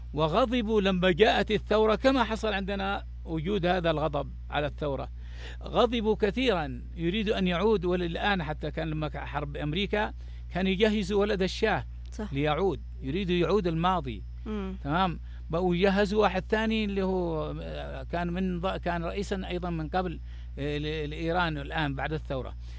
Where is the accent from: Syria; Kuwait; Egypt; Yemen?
Yemen; Sanaa; احنا كلنا عايشين الآن في صنعاء